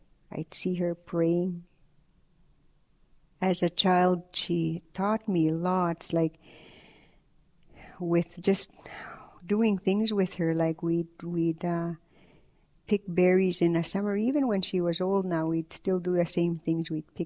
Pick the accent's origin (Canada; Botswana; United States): Canada; Goodfish Lake Reserve, Alberta; I'm from the Goodfish Lake Reserve in Alberta. I'm a Cree person, and I was born to a family of 8 children, along with mom and dad, and we lived in a log house